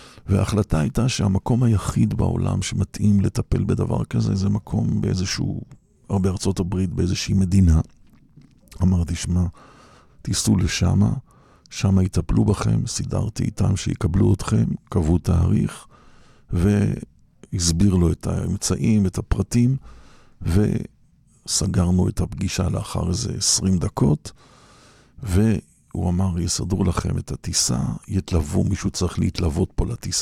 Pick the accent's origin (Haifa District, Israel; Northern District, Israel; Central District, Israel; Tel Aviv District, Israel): Central District, Israel; Petah Tikva; אנחנו, אני יליד פתח תקווה, בן לניצולי שואה, אמא שלי הייתה עם מספר של הנאצים על היד